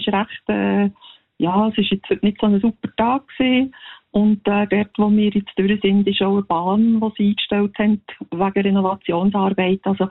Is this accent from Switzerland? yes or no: yes; Lucerne, Switzerland; weil wir sind Luzerner und … sind Luzerner.